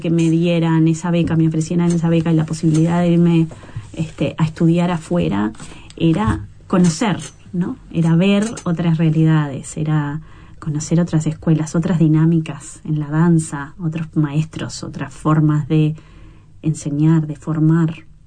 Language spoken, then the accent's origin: Spanish; Uruguay; also born or lived in Montevideo, Uruguay; Yo crecí afuera. Mi padre era de Durazno y nada, nací en Montevideo, pero nos fuimos a vivir afuera, al campo